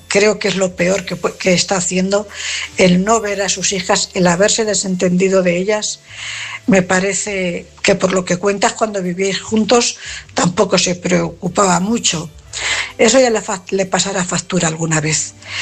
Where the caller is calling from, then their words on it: Cuenca, Castilla-La Mancha, Spain; corresponsal de Cuenca.